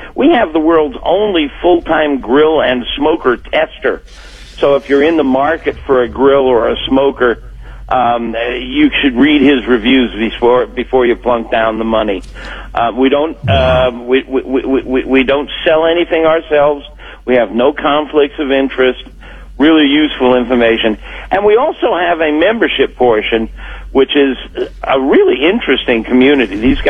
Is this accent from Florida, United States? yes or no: yes; Florida, United States; born or raised there